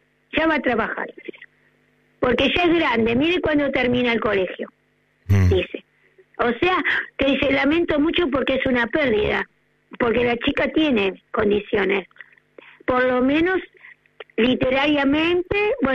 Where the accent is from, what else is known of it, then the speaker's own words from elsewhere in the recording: Villa Insuperable, Buenos Aires Province, Argentina; born there; nos pegaba a todos acá en la escuela número 7 de acá de Villa Insuperable.